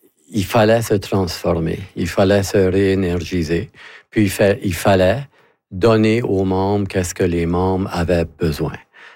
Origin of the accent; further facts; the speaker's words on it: Acadia, Canada; Pas nécessairement, parce que Acadien, c'est tout le monde sait qu'on est Acadien, tout le monde sait que notre institution...